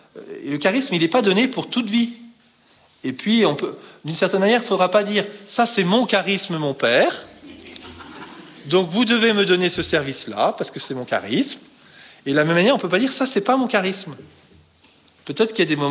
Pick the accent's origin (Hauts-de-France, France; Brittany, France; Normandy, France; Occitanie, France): Brittany, France; moi, je suis breton